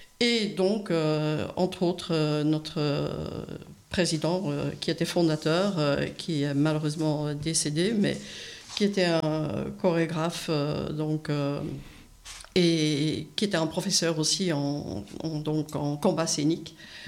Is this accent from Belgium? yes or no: yes; Belgium; Je suis belge, mais il n'y a jamais eu d'Ara des Cascades